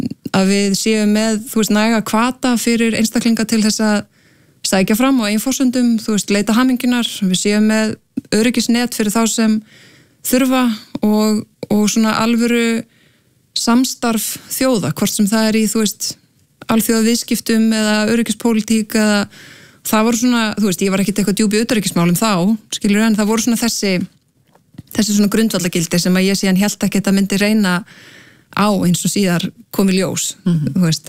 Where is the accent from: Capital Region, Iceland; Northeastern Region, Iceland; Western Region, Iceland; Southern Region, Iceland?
Western Region, Iceland; Akranes; eru tveir grunnskólar á Akranesi ólst upp á Vestugötu og flutti svo bara þegar ég var 12 ára